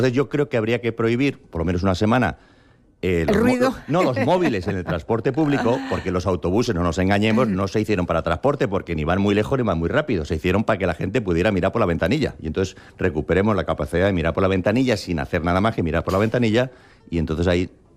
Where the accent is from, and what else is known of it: Spain; born or raised there; now in United States